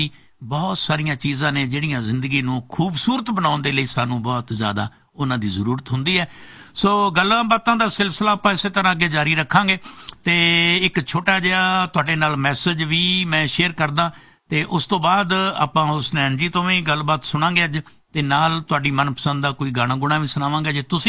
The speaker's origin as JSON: {"language": "Punjabi", "town": "Faridkot", "region": "Punjab", "country": "India", "said": "ਸਾਡੇ ਫਰੀਦਕੋਟ ਦਾ ਸੀ ਜੀ, ਮੈਂ ਵੀ ਫਰੀਦਕੋਟ ਦਾ ਹੀ ਹਾਂ"}